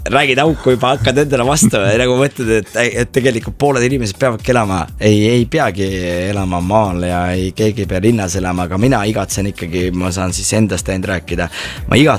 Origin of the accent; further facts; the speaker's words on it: Võru, Võru County, Estonia; moved away; ma olen ka ikkagi Võrust pärit ja maa lapse